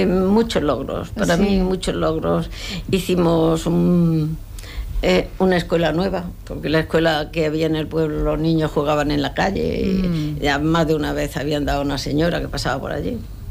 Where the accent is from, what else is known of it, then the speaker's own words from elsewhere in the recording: Tíjola, Andalusia, Spain; born there; moved away as an adult; also born or lived in Barcelona; Yo estuve trabajando en Tíjola, 2 años